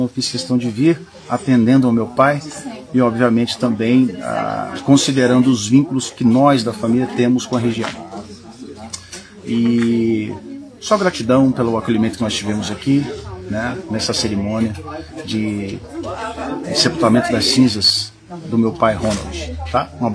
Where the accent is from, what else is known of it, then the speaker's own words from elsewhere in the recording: Abre Campo, Minas Gerais, Brazil; moved away; eu fui criado em Abricampo, mas sempre estive presente em Matipó, Manhuaçu, Santa Maria, é a minha região do coração.